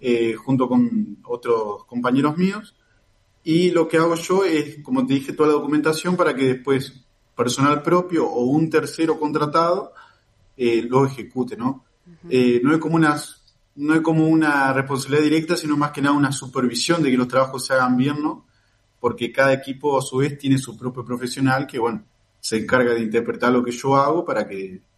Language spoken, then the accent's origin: Spanish; Paraná, Entre Ríos, Argentina; moved away as an adult; now in Crespo, Argentina; yo soy oriundo de Paraná, pero las vueltas de la vida, yo nací en Crespo por una condición de que mi vieja tenía el médico que la atendía acá en Crespo. Entonces yo nací en Crespo, pero enseguida me fui a Paraná, ¿no? Yo no conocía a Crespo y las vueltas de la vida salió una oportunidad laboral y bueno, volví a estos lados